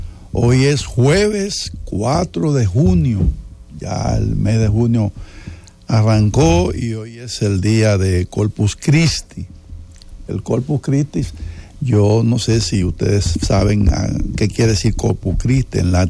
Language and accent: Spanish; Dominican Republic; Uno cree que los dominicanos somos como María Elena y yo